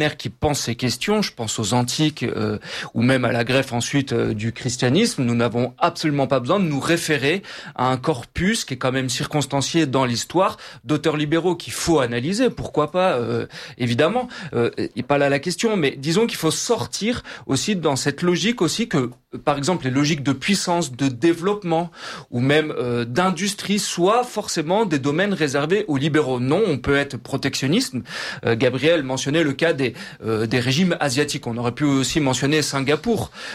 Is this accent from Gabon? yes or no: no; France; notre longue histoire en tant que Français et Européens.